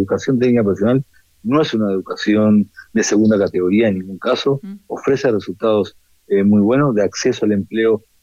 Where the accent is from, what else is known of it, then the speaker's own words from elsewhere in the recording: Argentina; moved away as an adult; now in Spain; soy un argentino que vive hace casi 15 años